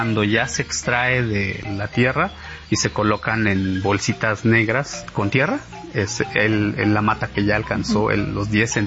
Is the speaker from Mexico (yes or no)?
yes; Tanetze de Zaragoza, Oaxaca, Mexico